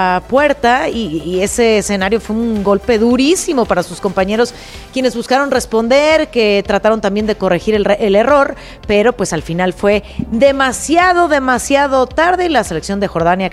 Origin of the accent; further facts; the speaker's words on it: Guadalajara, Jalisco, Mexico; ¡Qué ambientazo en mi tierra, Guadalajara! Guadalajara, querida, la perla tapatía.